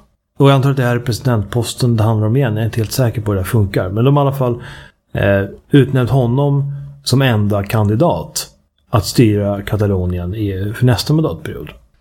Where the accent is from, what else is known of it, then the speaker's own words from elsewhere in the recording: East Germany, Germany; Hela historien påminner mig om en vits som jag hörde i min barndom i Östtyskland.